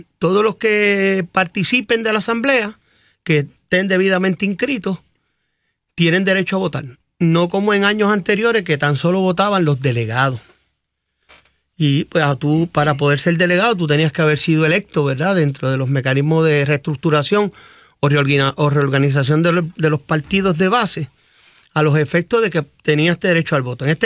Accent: Bayamón, Puerto Rico; que soy de Bayamón, nacido y criado toda mi vida

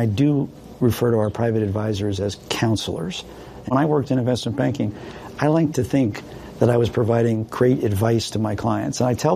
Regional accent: Hopewell Junction, New York, United States; But, you know, we grew up in Hopewell Junction, New York. I went to John Jay Senior High School. I know you wanted to ask me that. It was kind of a classic middle-class existence with a focus on a lot of sports.

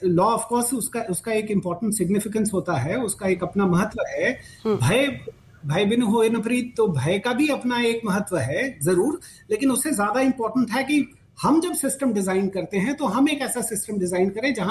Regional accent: Uttar Pradesh, India; मैं तो उत्तर प्रदेश से आता हूं

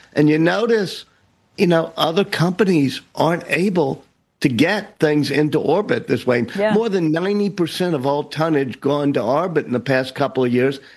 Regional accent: New Orleans, Louisiana, United States; my hometown of New Orleans

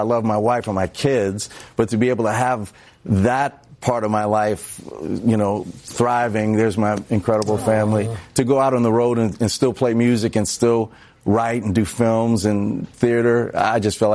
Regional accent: New Orleans, Louisiana, United States; accent: New Orleans; Man, my New Orleans accent.

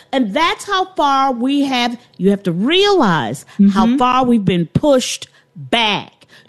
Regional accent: Chicago, Illinois, United States; I'm from Chicago too. I know what to do.

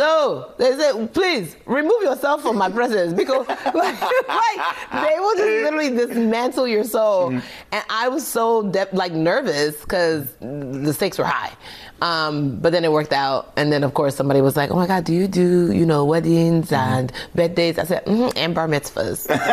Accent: Nigeria; I mean, would you ask me the same question about being Nigerian?

